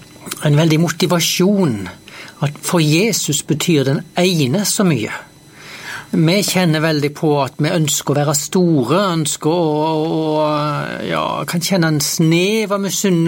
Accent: Haugesund, Rogaland, Norway; now in Jæren, Norway; så jeg fra Haugesund. Så der jeg vokste opp og gifta meg her med min jærbu

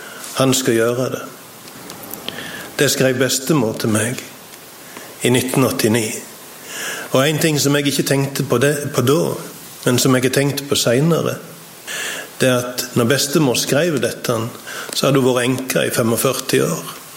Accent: Sokndal, Rogaland, Norway; på Nesvåg hjemme I Sokndal.

